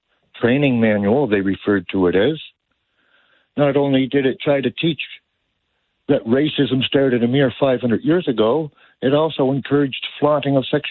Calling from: Nova Scotia, Canada; I'm calling from Hants East, where John A. McDonald is CMLA.

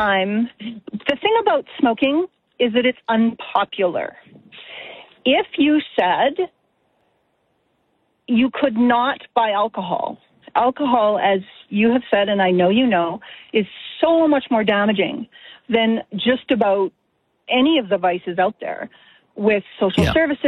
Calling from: Alberta, Canada; I am from Alberta.

